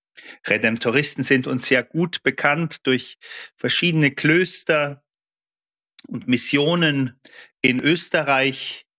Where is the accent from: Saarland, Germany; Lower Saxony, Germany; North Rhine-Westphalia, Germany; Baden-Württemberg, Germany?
Saarland, Germany; Saarbrücken; born or raised there